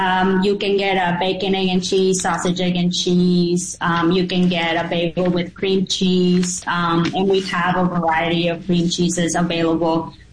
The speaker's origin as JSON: {"language": "English", "country": "Mexico", "tie": "born or raised there", "said": "And while doing that, it just brings memories growing up in Mexico."}